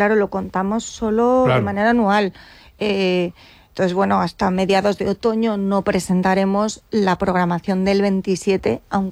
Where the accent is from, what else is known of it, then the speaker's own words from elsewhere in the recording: Castile and León, Spain; Es un pueblito de León, un pequeño pueblito por la soba arriba. Y me paso todo el tiempo tranquilamente con mi familia y mi gente en el campo